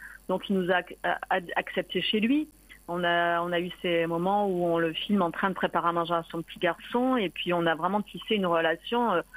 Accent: Marseille, Provence-Alpes-Côte d'Azur, France; parce que moi je viens de Marseille

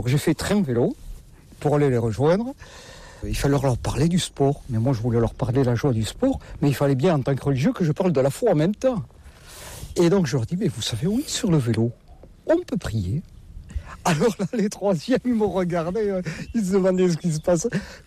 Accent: Nouvelle-Aquitaine, France; Avec mon accent, je ne suis pas du nord de la Loire, non. Je suis des Landes, du pays de Saint-Vincent-de-Paul.

